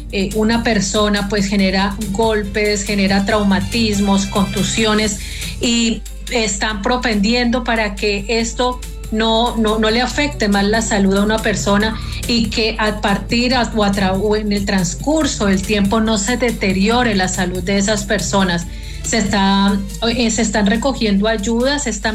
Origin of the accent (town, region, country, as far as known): Colombia